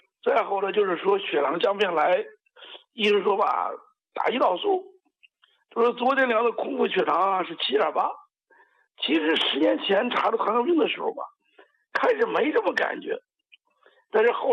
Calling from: Shijiazhuang, Hebei, China; 我是河北石家庄的。

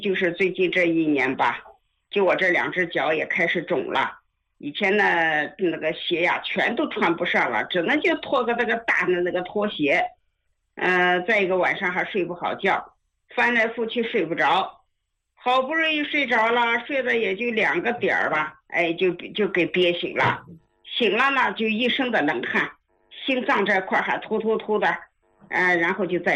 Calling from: Tianjin, China; 我是天津的啊

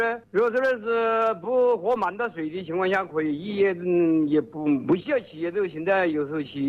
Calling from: Yingcheng, Hubei, China; 我是应城市啊。

